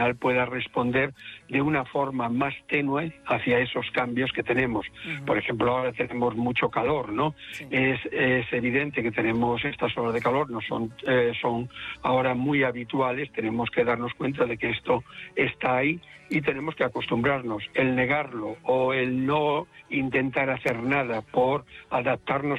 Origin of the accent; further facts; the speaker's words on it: Galicia, Spain; Como buen gallego voy allí.